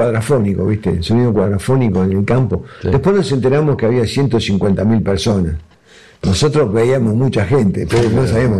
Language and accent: Spanish; Argentina; Porque yo soy muy argentino, ese es el problema, ¿viste?